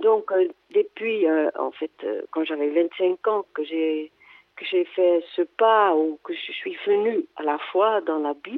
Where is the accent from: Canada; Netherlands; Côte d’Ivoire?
Netherlands; Amsterdam, North Holland; now in Saint-Jean-du-Pin, France; je suis née à Amsterdam. Je suis artiste peintre et j'habite à Saint-Jean-du-Pin, dans les Cévennes.